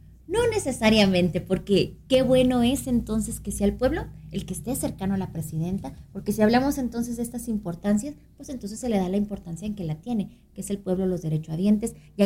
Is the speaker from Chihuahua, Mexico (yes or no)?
yes; Ciudad Juárez, Chihuahua, Mexico; yo soy hija del desierto, porque soy de allá de Juárez